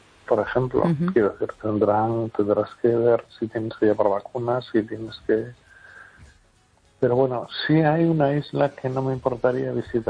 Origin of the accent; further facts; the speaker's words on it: Las Palmas de Gran Canaria, Canary Islands, Spain; yo, con todo mi respeto, soy pueblo canario. Yo en las Canarias, en la Palma de Gran Canaria